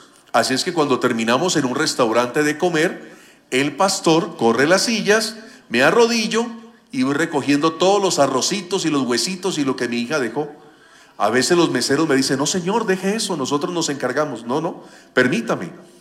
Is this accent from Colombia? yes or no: yes; Cali, Valle del Cauca, Colombia; En la ciudad de donde yo soy, en Cali, Colombia